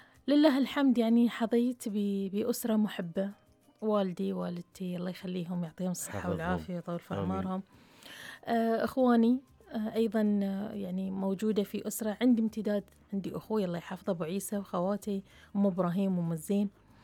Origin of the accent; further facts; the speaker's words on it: Riffa, Southern Governorate, Bahrain; فمولودة في الرفاع، ومسقط رأسي الرفاع، وعشق الرفاع، وأصل الرفاع، فعشت في الرفاع الشرقي تحديدا. عشت في هذه المنطقة المليئة بالحب، المليئة بالأصالة، الممزوجة بالبساطة.